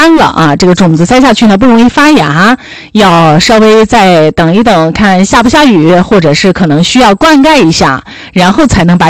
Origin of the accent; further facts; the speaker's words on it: Shanxi, China; accent: Shanxi dialect; 我们山西话叫硕啊